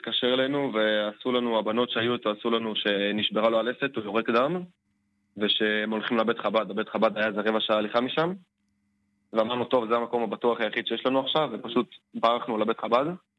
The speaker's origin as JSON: {"language": "Hebrew", "town": "Shuva", "region": "Southern District", "country": "Israel", "said": "מושב שובה."}